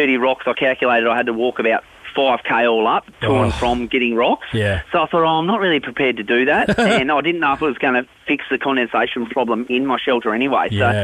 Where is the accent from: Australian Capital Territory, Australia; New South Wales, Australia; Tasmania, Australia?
Tasmania, Australia; which I did, growing up in Tassie and fishing all around the Highland Lakes and stuff for trout.